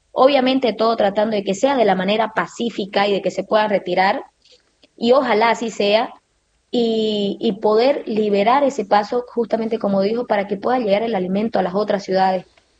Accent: Warnes, Santa Cruz, Bolivia; La realidad es que nosotros aquí en Santa Cruz, yo soy de Warnes, una ciudad que es al norte de Santa Cruz, somos productores.

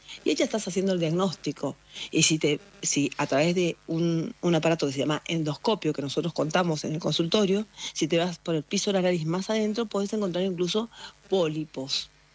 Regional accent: Bellavista, Corrientes, Argentina; now in Buenos Aires, Argentina; Yo estoy, en realidad es ciudad, yo le digo pueblo, pero es ciudad. Yo estoy en Bellavista, Corrientes, ocasionalmente, pero Trabajo en Buenos Aires, obvio.

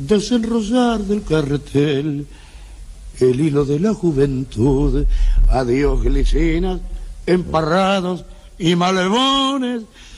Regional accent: Buenos Aires, Argentina; Yo nací en el barrio de Saavedra. En la calle Avenida del Tejar, 3050.

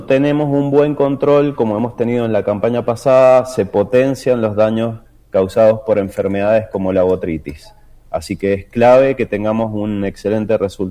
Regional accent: Mendoza, Argentina; Todos somos mendocinos los que estamos trabajando acá en el tema.

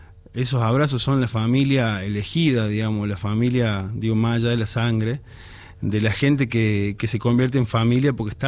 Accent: Salta, Argentina; moved away as an adult; Salta capital, hasta los 18 años, en el año 2008 me fui de Salta.

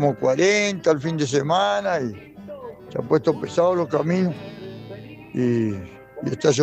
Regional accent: Viale, Entre Ríos, Argentina; born there; Así que acá estoy en mi pueblo, en Viales, y escuchándolo como siempre.

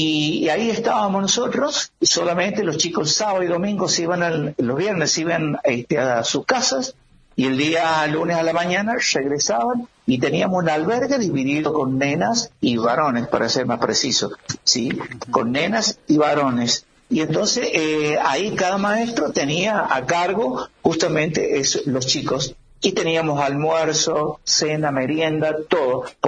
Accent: San Francisco del Monte de Oro, San Luis, Argentina; yo pertenezco, soy nacido y criado y formado en San Francisco del Monte de Oro

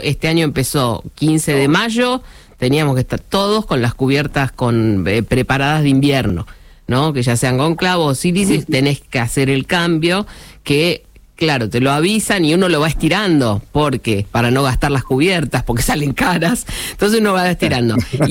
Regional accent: Buenos Aires, Argentina; moved away as an adult; now in Tierra del Fuego, Argentina; Sí, soy de Capital Federal y también hace 30 años.

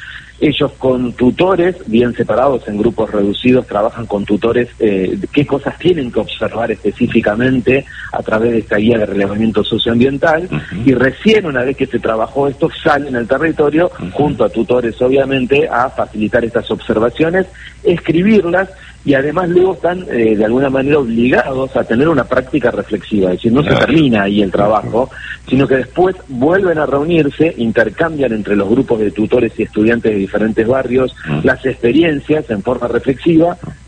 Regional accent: Buenos Aires Province, Argentina; Yo nací en Capital, viví siempre en el conurbano bonaerense, claro.

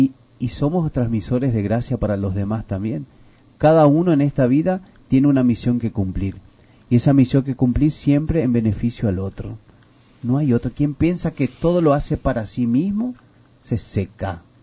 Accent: Argentina; viene estos días para nosotros como pueblo argentino recibir al Santo Padre

